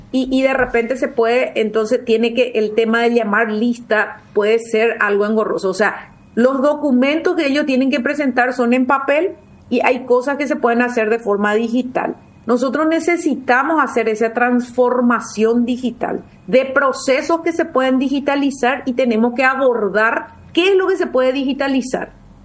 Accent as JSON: {"language": "Spanish", "town": "Colonia Independencia", "region": "Guairá", "country": "Paraguay", "tie": "born or raised there", "moved": "yes", "said": "Yo vengo de la Colonia Independencia. Yo terminé el colegio en la Colonia Independencia"}